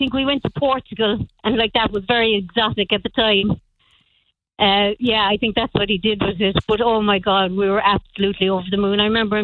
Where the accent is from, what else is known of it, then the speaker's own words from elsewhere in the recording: Waterville, Munster, Ireland; No, I'm originally from Waterville in County Kerry.